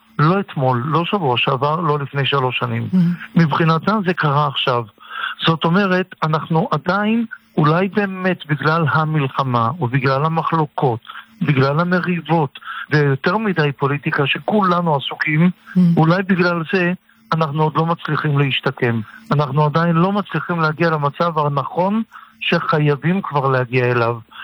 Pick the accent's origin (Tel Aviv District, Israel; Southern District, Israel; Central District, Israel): Tel Aviv District, Israel; Tel Aviv; born there; אני יליד תל אביב